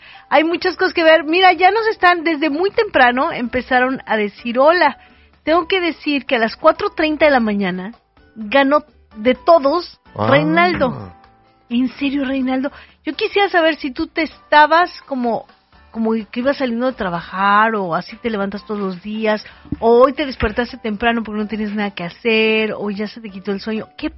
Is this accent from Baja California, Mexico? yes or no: no; Mexico City, Mexico; en mi pueblito tiembla mucho, en la Ciudad de México.